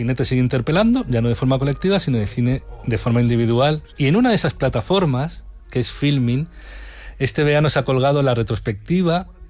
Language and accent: Spanish; Spain; yo soy español, es decir, occidental